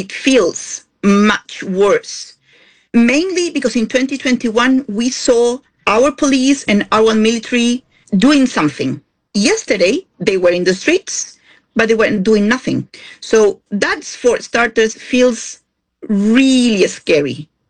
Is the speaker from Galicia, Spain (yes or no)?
no; Ceuta, Spain; moved away; I am from Ceuta, yes.